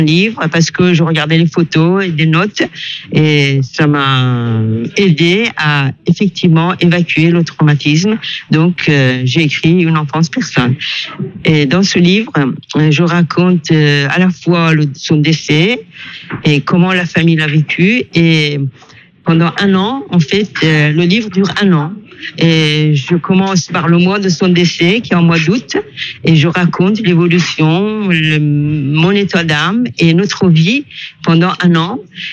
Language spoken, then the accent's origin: French; Iran; French is a second language; moved away as an adult; now in France; Oui, je suis née en Iran. J'ai vécu mon enfance dans une petite ville dans le sud de l'Iran.